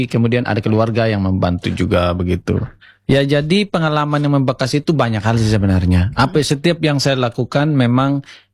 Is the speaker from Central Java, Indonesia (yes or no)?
no; Sumba, East Nusa Tenggara, Indonesia; di Bali kan waktu itu ada stigma-stigma negatif untuk kita orang Sumba